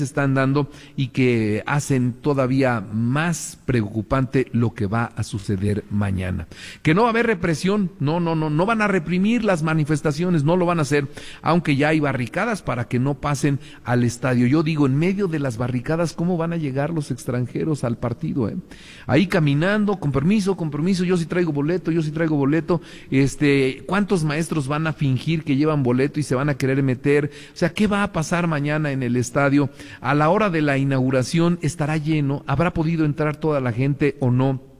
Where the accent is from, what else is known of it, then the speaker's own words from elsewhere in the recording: Mexico; nosotros como mexicanos